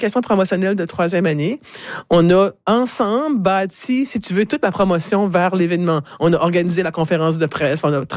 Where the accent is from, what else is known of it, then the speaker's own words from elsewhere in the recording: Moncton, New Brunswick, Canada; also born or lived in Dieppe, New Brunswick; je suis revenue à chez moi à Moncton. Je vivais à Dieppe à ce moment-là, donc je suis revenue à Dieppe en juillet 2001 en fait.